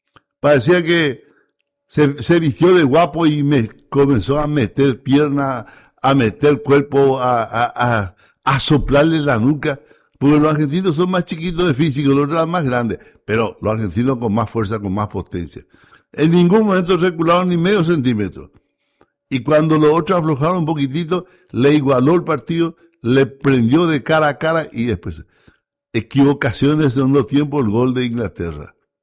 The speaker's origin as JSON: {"language": "Spanish", "country": "Paraguay", "said": "hoy todos los paraguayos estamos contentos"}